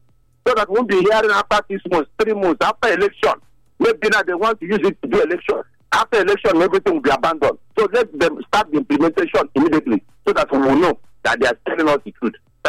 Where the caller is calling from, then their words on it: Benin; I'm calling from Benin.